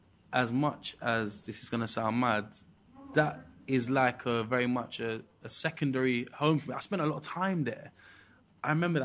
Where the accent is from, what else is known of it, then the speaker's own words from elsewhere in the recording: Peckham, London, United Kingdom; growing up in Peckham, people weren't, from my demographic, weren't really putting out YouTube videos